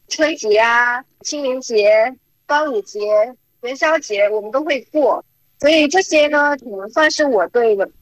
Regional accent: Cambodia; 虽然说我从小就在柬埔寨出生，但是呢，我的家庭还是有华人血统的。

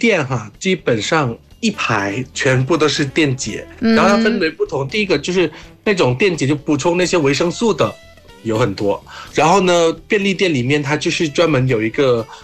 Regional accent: Thailand; Chinese is a second language; 我是来自泰国的

